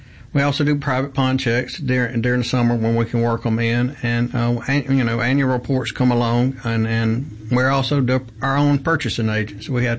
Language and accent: English; Greenville, Mississippi, United States; I was born in Greenville, Mississippi, spent my youth up on Lake Ferguson, moved to Jackson, graduated high school, went to Mississippi College for my undergraduate